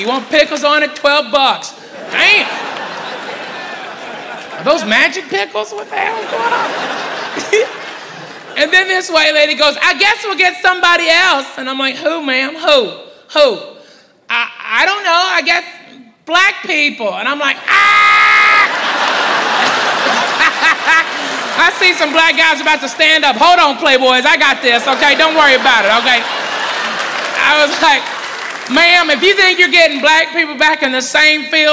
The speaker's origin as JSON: {"language": "English", "town": "Clarksville", "region": "Arkansas", "country": "United States", "tie": "born or raised there", "also_born_or_lived": "Chattanooga", "moved": "as an adult", "lives_now": "Texas, United States", "said": "I was born in Chattanooga, Tennessee, raised up in a little town in Arkansas called Clarksville, and moved to Texas when I was 18. I mean, I'm Southern as it gets, okay?"}